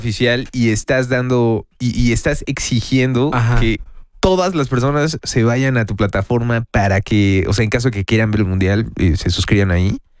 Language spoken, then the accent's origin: Spanish; Mexico